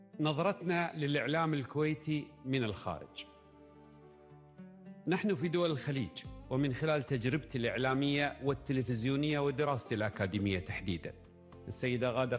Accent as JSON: {"language": "Arabic", "country": "Qatar", "said": "عندنا في قطر"}